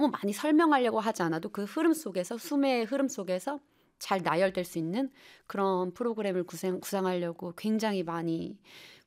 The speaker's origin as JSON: {"language": "Korean", "country": "South Korea", "said": "우린 한국인이니까"}